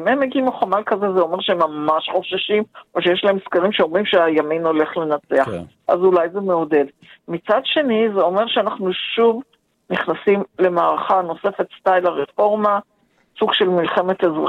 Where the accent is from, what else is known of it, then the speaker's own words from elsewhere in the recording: Hebron, West Bank, Palestine; moved away as an adult; אני גדלתי בחברון, אז נשואה ומאז אני לא גרה.